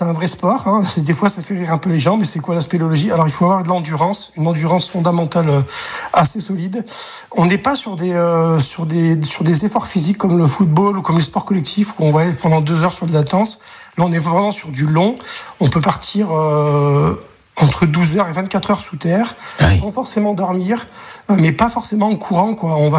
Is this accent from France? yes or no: yes; Saint-Étienne, Auvergne-Rhône-Alpes, France; moved away as an adult; now in Gard, France; je suis stéphanois d'origine.